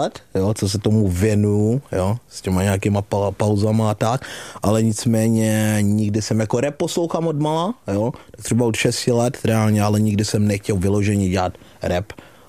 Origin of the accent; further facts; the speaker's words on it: Beroun, Central Bohemian Region, Czechia; also born or lived in Zambia; To už jsem jezdil z Berouna, z Králova dvora, jakoby jde, odkud jsem, nebo kam jsem se přesunul z Afriky, ze Zambie, tak to už jsem tady byl na střední škole.